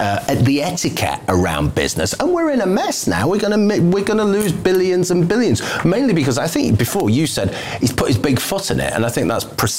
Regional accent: Manchester, North West England, United Kingdom; No, it wasn't. I'm from Manchester, I know.

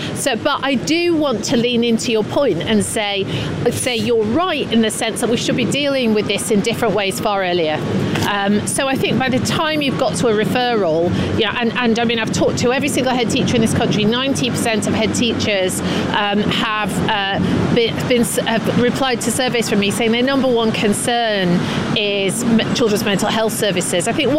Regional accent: Scunthorpe, Yorkshire and the Humber, United Kingdom; I come from Scunthorpe. I want to see investment there. It was a great steel town, and everybody's there ready to work.

